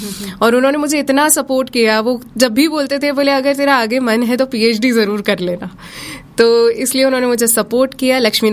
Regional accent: Indore, Madhya Pradesh, India; moved away as an adult; now in Jalgaon, India; मैं बेसिकली पूरी मेरी शिक्षा और उसके अलावा मेरी पूरा बर्थ, जन्म जहाँ से हुआ है वो इंदौर जगह है।

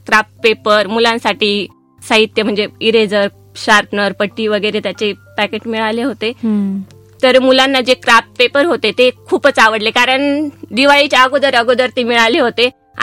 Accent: Nandur Khurd, Maharashtra, India; माझं बालपण माझं निफाड तालुक्यातील नांदूर खुर्द हे एक छोटंसं गाव, एका शेतकरी कुटुंबात माझा जन्म झालाय। माझी आजी, आजोबा, आई वडील, 2 काका काकू आणि आम्ही 8 भावंड असा आमचा परिवार।

